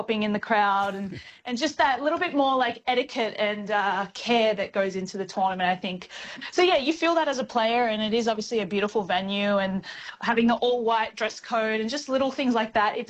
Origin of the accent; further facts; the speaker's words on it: Australia; As an Australian, it's not too hot, that's for sure.